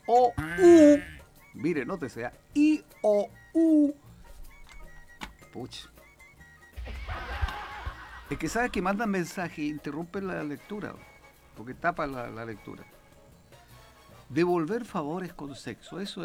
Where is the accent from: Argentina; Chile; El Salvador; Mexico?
Chile; En el doble sentido coloquial y pícaro que nos caracteriza como chilenos...